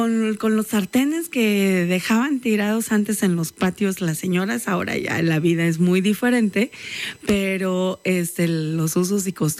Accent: Lechuguillas, Mexico; moved away; me recuerda a esa parte de mi infancia en mi pueblito Lechuguillas

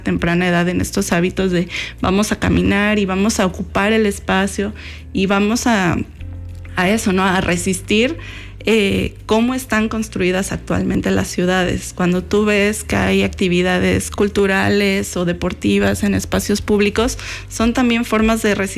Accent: Veracruz, Mexico; moved away; yo vivía en un callejón, yo soy de Veracruz, vivía en un callejón en el centro

